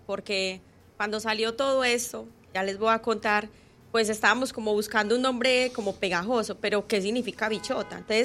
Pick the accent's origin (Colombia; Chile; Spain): Colombia; Medellín, Antioquia; moved away as an adult; now in Panama; yo soy de Medellín, Colombia, ¿sí? Y tengo acá más o menos 19 años, voy a cumplir acá en Panamá.